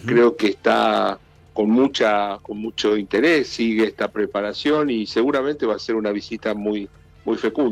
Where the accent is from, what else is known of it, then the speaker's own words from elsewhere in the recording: Argentina; de nuestra vida como argentinos